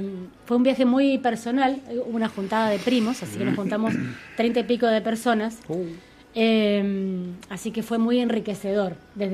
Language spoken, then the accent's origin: Spanish; Alvear, Argentina; moved away; soy de Alvear y soy orgullosa de Alvear.